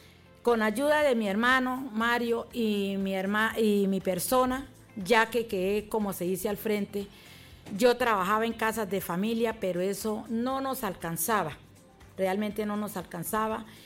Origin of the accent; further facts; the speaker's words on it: Arauca, Colombia; born there; also born or lived in La Vega, Norte de Santander; La Vega, norte de Santander. Allá nací yo. Después mis padres, cuando tenía 7 años, se trasladaron acá al departamento de Arauca y llegamos primeramente, fue a Puerto Nariño. De ahí tenía yo los 7 añitos, de ahí nos trasladamos para otro punto que se llama Caño Hormiga